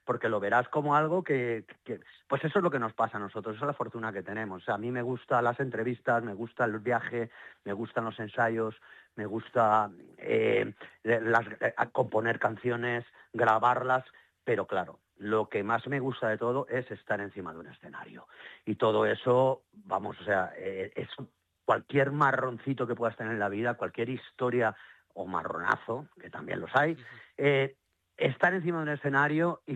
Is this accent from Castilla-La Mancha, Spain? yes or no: no; Valencia, Valencian Community, Spain; yo soy valenciano, vivo en Valencia, y me encanta volver a casa